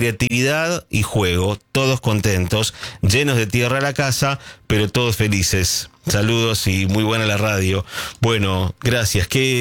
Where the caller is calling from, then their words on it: Maipú, Mendoza, Argentina; de Mendoza, desde Maipú.